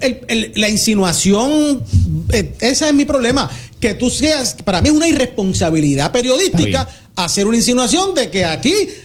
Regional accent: Guaynabo, Puerto Rico; ahora digo yo soy de Guaynabo, pero soy dato nuevo.

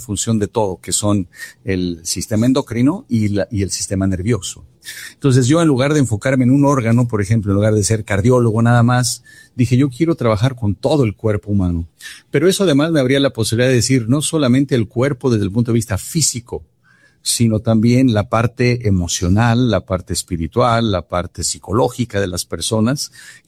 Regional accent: Mexico; Hugo Sánchez nació en el barrio donde yo crecí en México.

